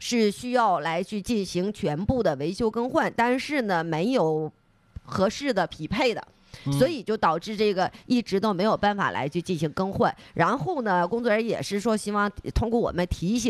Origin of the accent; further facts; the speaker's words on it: Northeast China, China; 咱们东北这边